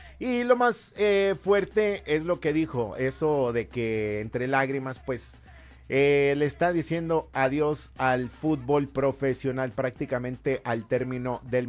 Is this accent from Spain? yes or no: no; Mexico; Y como mexicano, pues hay que apoyarlo también